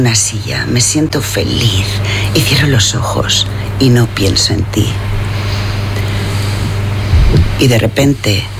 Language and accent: Spanish; Balearic Islands, Spain; Y le explico que en mi pueblo, en Menorca, porque en realidad soy de Menorca, estropear se dice españar.